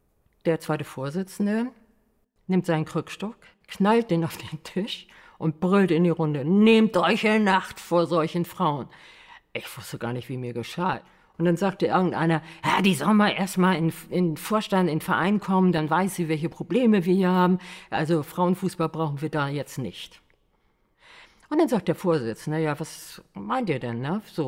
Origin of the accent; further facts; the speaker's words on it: Hamburg, Germany; Ich komme ja aus Hamburg